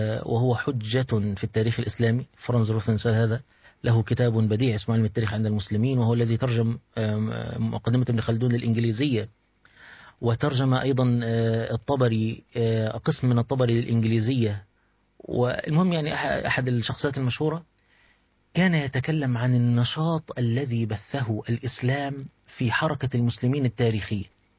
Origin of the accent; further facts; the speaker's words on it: Egypt; يعني انا دلوقتي مصري